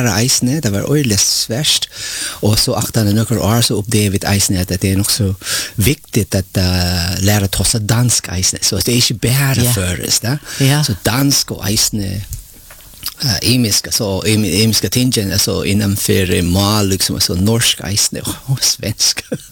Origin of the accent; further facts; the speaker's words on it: Philippines; Swedish is a second language; moved away; Jag är från Filippinerna och så är konen är kommen här.